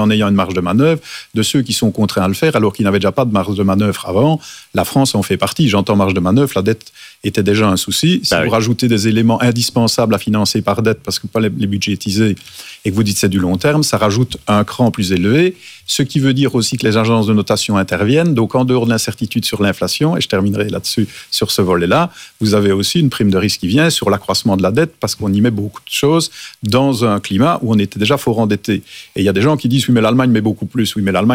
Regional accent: Wallonia, Belgium; je suis wallon

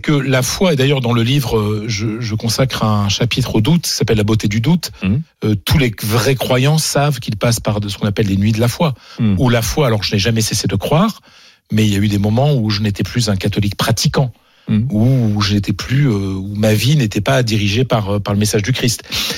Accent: Hauts-de-France, France; moi je viens d'un petit village du Pas-de-Calais, une famille modeste.

